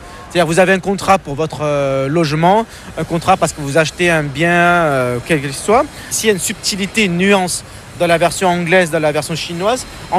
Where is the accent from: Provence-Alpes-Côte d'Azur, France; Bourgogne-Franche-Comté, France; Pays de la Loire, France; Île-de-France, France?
Provence-Alpes-Côte d'Azur, France; Marseille; Ça fait partie de mon identité. D'autant plus qu'on ne devine pas en me voyant que je suis Marseillais.